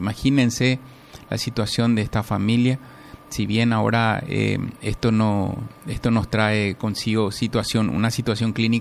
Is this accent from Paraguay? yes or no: yes; Paraguay